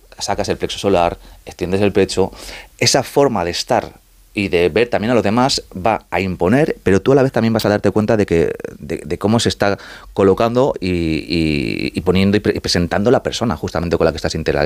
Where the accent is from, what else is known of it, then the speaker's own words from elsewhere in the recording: Community of Madrid, Spain; O sea, estoy muy dividido porque aparte te he dicho ya que soy madrileño